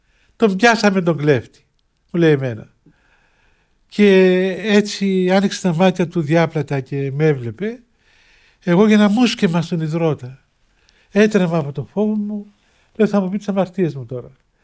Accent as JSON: {"language": "Greek", "country": "Cyprus", "said": "Λέω, «Τη δική του γενιά, εγώ είμαι Κύπριος, μπορείς να είναι από την Κύπρο και δεν το ξέρω"}